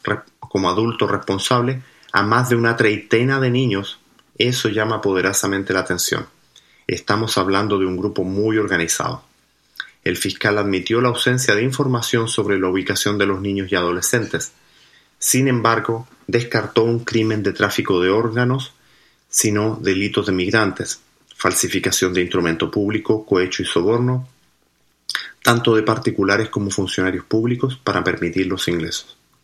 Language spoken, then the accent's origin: Spanish; Chile; los chilenos no necesitamos visa especial para ir a Estados Unidos, usamos una waiver muy simple.